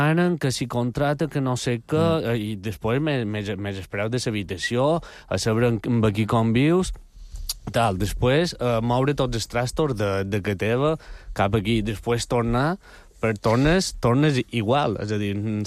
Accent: Balearic Islands, Spain; No, jo soc mallorquí

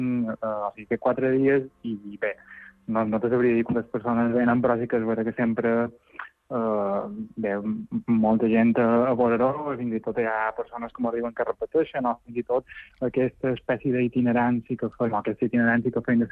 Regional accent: Balearic Islands, Spain; jo som del Cudi

